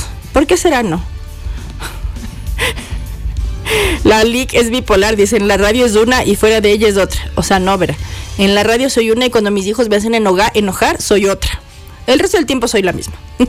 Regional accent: Quito, Pichincha, Ecuador; also born or lived in Zamora; Incluso diría yo que me gusta más vivir en Zamora que en Quito. Y ya, pues es que soy quiteña, ¿no? Y mis papás viven en Quito. O sea, toda mi familia, mis papás, mis hermanos, mis tíos, todos viven en Quito. Pero me gusta más vivir en Zamora

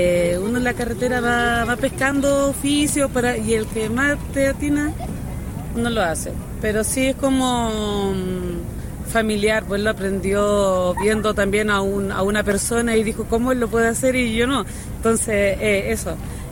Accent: Coquimbo, Chile; Yo soy de Coquimbo.

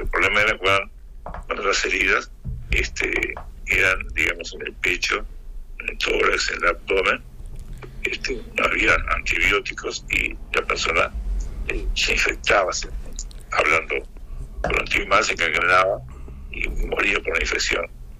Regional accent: Uruguay; como uruguayo, como maestro

